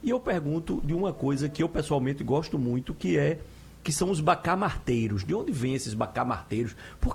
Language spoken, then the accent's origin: Portuguese; Northeast Region, Brazil; Sou nordestino, apaixonado por festa junina, por comida de milho, por tudo.